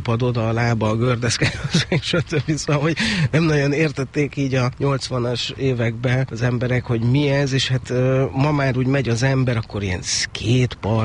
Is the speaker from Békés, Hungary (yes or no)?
no; Budapest, Hungary; Ez a 16. kerületi Szent Korona utcai lakótelep, ami családi házakkal övezett, és tényleg 4 emelet a maximum.